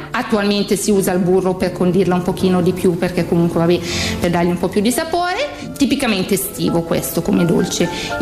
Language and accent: Italian; Bellano, Lombardy, Italy; accent: Bellanese dialect; vi faccio proprio un invito nel nostro dialetto bellanese.